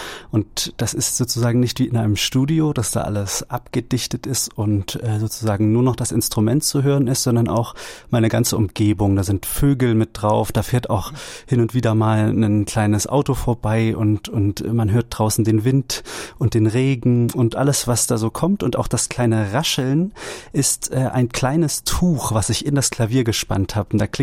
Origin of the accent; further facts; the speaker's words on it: Thuringia, Germany; Also ich bin ein Kind des Waldes, kann man so sagen. Ich bin im Eichsfeld aufgewachsen. Das ist eine sehr ländliche Region im Norden Thüringens. Und da war ich Sohn eines Försters und immer draußen im Wald, so oft es ging.